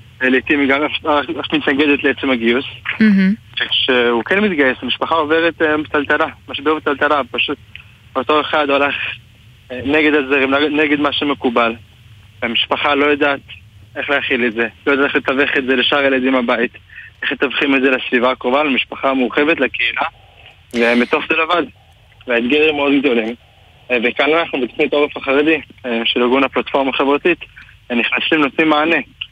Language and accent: Hebrew; Jerusalem, Jerusalem District, Israel; אני גדלתי בירושלים, אני משפחה חרדית, אני ילד ה-60 בתוך 10 ילדים